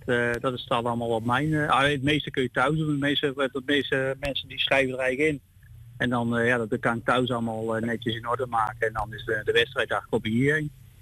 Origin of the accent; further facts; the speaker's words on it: Ede, Gelderland, Netherlands; Wij komen uit Ede vandaan.